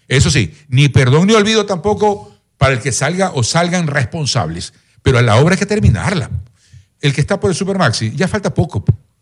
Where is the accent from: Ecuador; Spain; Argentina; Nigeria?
Ecuador; Quevedo, Los Ríos; born there; Yo soy sancamileño. Yo nací en el mango en San Camilo.